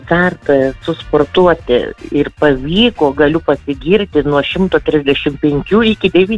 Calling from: Vilnius, Vilnius County, Lithuania

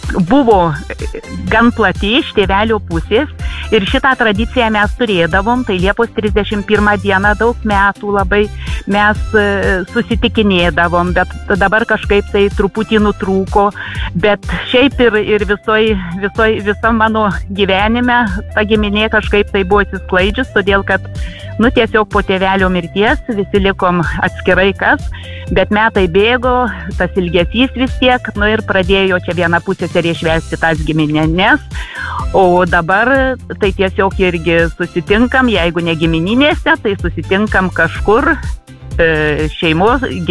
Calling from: Suvalkija, Lithuania; aš iš Suvalkyjos esu ten, iš to krašto.

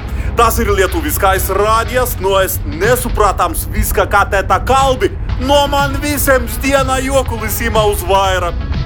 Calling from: Bauska, Zemgale, Latvia; Lithuanian is a second language; esu iš Bauskės miestą.

